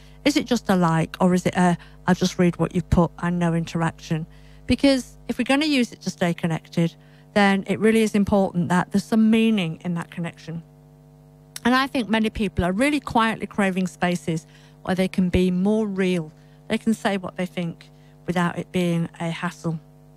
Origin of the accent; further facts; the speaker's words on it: North West England, United Kingdom; accent: British English; also born or lived in Yorkshire; now in Swan Valley, Australia; We get a lot of rain in the part of the world I come from. I was born in Yorkshire but grew up in Lancashire, which is not far from Manchester, which is known to be a very wet place with lots of rain.